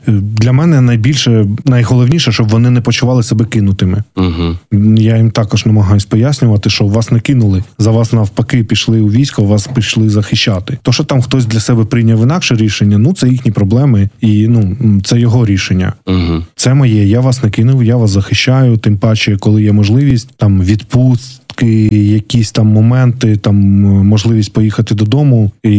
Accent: Kryvyi Rih, Dnipropetrovsk Oblast, Ukraine; В моєму рідному Кривому Розі все не так, не так яскраво. Це більш таке промислове місто.

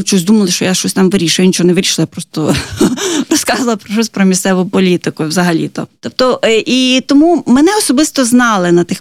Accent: Lviv Oblast, Ukraine; Львівщина.

